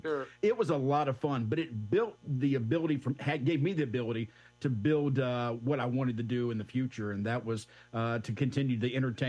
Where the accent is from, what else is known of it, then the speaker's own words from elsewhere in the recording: Savannah, Georgia, United States; I grew up in Savannah, Georgia.